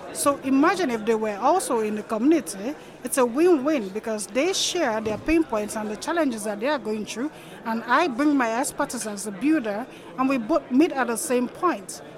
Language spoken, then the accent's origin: English; Nigeria; now in Albania; I'm from Nigeria, but I live in Albania, and I'm here in Austria for this WordCamp for the first time.